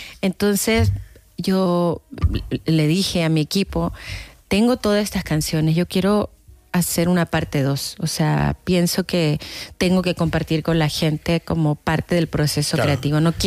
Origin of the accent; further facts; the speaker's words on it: Viña del Mar, Valparaíso, Chile; Es que sabes que yo soy de Viña del Mar